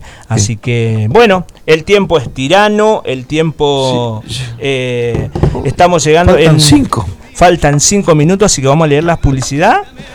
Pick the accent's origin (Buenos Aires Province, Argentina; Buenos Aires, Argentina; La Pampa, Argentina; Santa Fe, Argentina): Santa Fe, Argentina; Reconquista; esto es lo que tiene mi pueblo. Esto es lo que tiene mi gente, esto es lo que tiene mi ciudad, mi querida ciudad de Reconquista